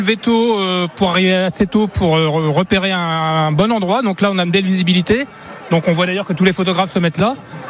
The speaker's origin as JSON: {"language": "French", "region": "Normandy", "country": "France", "tie": "born or raised there", "moved": "yes", "said": "je suis originaire de Normandie."}